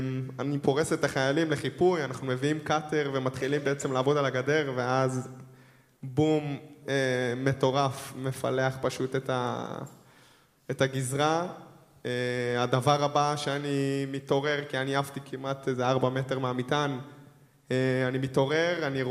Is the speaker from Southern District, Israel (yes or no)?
yes; Beersheba, Southern District, Israel; אני בכלל מבאר שבע